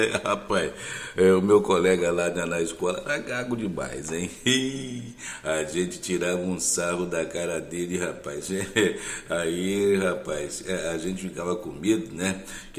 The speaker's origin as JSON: {"language": "Portuguese", "country": "Brazil", "said": "a gente é brasileiro"}